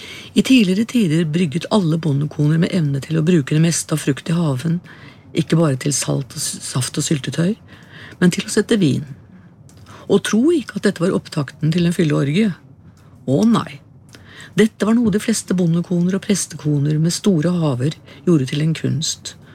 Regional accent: Hobøl, Østfold, Norway; born there; now in Våler, Norway; Hjemme i Hobble var den årvis i mai-juni, men i Våler har jeg ikke funnet den på flere år.

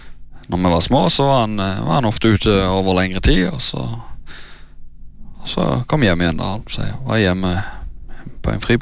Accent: Vedavågen, Rogaland, Norway; Det stemmer. Født og oppvokst på Karmøy. Det jeg. På Veavågen.

